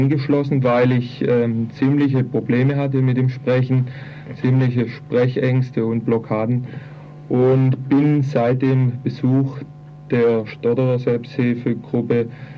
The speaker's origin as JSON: {"language": "German", "town": "Marburg", "region": "Hesse", "country": "Germany", "tie": "born there", "moved": "yes", "lives_now": "Stuttgart, Germany", "said": "Ich bin geboren 1965 in Marburg an der Lahn in Hessen."}